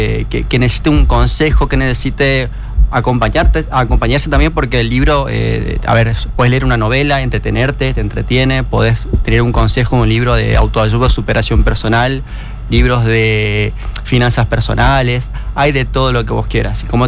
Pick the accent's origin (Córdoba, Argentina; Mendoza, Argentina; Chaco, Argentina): Chaco, Argentina; Pinedo; born there; now in Resistencia, Argentina; Yo soy chaqueño, obviamente, nací en Pinedo.